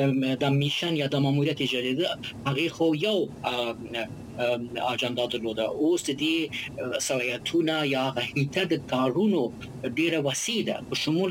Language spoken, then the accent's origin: Pashto; Afghanistan; اما افغانستان خو زما هېواد دی، افغانستان زما ټاټوبی دی، زه افغانستان سره دښمني نه لرم.